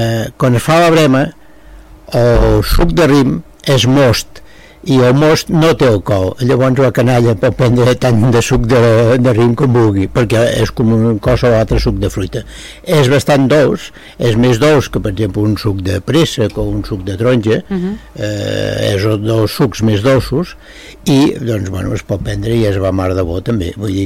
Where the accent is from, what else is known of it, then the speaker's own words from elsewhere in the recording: Castellgalí, Catalonia, Spain; born there; also born or lived in Garriguella; jo som nascut a Castellgalí.